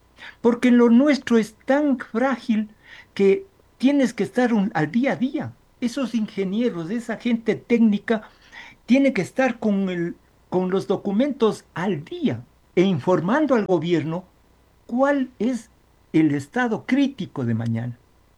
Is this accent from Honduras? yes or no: no; Ecuador; yo soy un ecuatoriano